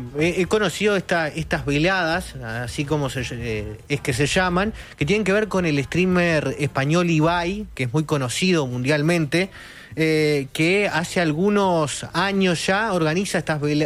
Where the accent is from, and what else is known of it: Uruguay